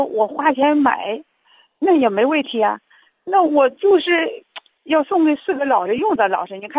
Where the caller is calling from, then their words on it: Tangshan, Hebei, China; 我是唐山的，